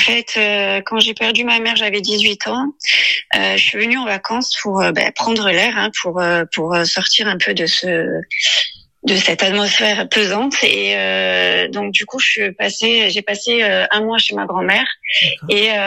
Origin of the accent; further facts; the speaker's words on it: Marseille, Provence-Alpes-Côte d'Azur, France; now in Corsica, France; Je suis de Marseille de base, mais mes racines sont corses puisque ma grand-mère calvaise est originaire de Montcal et de Calenzane.